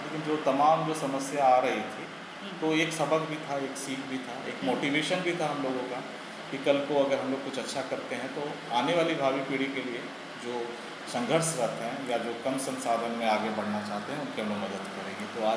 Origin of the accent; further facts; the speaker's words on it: Chaibasa, Jharkhand, India; मैं मूल निवासी मैं चाईबासा का ही हूँ